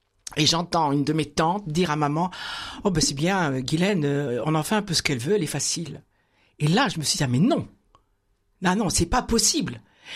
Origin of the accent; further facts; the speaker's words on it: Caen, Normandy, France; born there; je suis née à Caen, je suis normande et très fière de l'être.